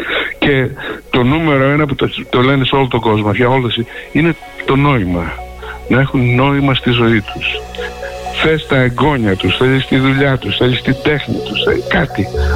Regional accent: Greece

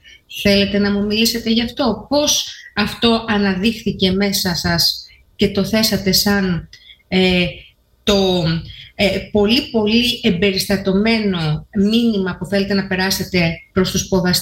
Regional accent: Greece; παρότι είμαστε Έλληνες

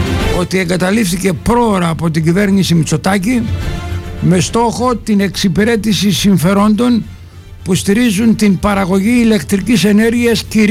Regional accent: Volos, Thessaly, Greece; εμένα σαν βολιώτης το μυαλό μου πήγε αλλού.

